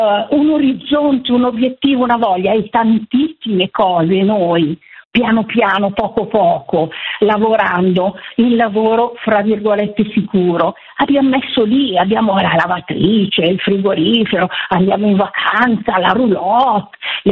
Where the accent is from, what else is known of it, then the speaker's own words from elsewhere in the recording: Milan, Lombardy, Italy; moved away; io sono nata e sono vissuta tantissimo tempo a Milano.